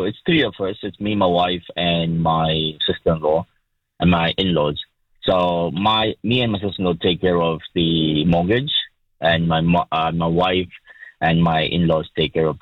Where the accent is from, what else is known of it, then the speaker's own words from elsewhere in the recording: India; Having a stable home, you know, being an Indian, you always leave something for your children, you know. It's part of our culture, I would say.